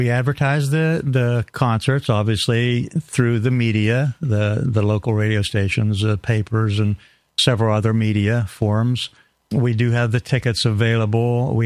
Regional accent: Pennsylvania, United States; Started out in Pennsylvania. I grew up in Pennsylvania, west central PA in the mountains. Went to college at Penn State for law enforcement and corrections.

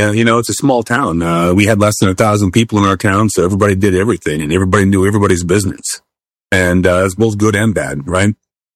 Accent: Montana, United States; now in Florida, United States; I grew up on a farm in northeastern Montana, actually. Born to a 16-year-old kid, adopted by my grandparents, and our family lost our farm.

